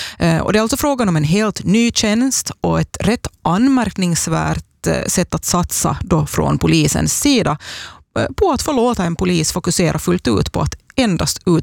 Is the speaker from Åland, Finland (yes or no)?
no; Ostrobothnia, Finland; Både du och jag är ju österbottningar